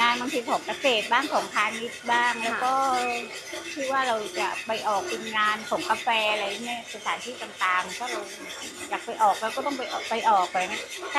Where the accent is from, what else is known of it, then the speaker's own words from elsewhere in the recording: Surat Thani, Thailand; เป็นคนสุราษฎร